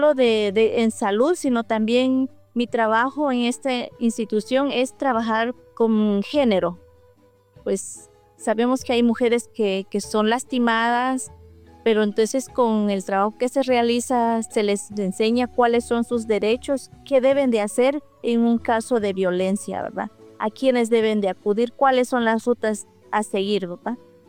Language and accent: Spanish; Guatemala; first language Q'eqchi'; Tenemos una planta que nosotros en nuestro dialecto aquí en esta región que se habla Ekchi, se llama Tiekualba.